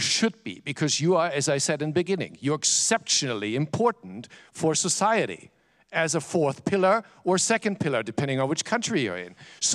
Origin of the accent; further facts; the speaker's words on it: Germany; now in United States; I actually grew up here. I live in the US now, but I grew up in Germany.